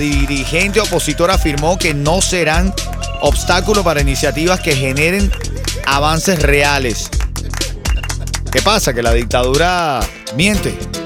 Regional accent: Venezuela; now in Miami, United States; Me voy ahora a mi país, a Venezuela. Vamos a ver qué pasa en mi país.

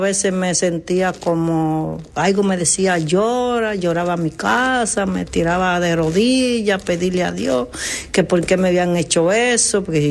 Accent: Santo Domingo, Distrito Nacional, Dominican Republic; now in United States; De Santo Domingo, República Dominicana.

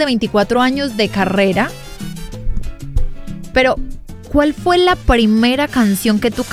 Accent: Medellín, Antioquia, Colombia; Y yo soy de Medellín, claro que sí. De Medellín, Antioquia para el mundo.

